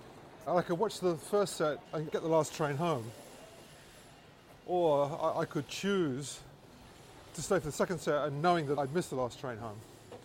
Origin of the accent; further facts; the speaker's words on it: London, United Kingdom; We all hung out in folk clubs, in our teenage years, part of our diet growing up in London.